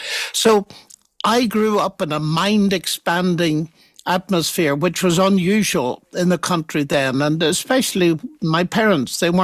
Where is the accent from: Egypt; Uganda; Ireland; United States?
Ireland; It was partly due to my parental attitude growing up in Ireland, which at the time was beginning to be riven by sectarian trouble and so on.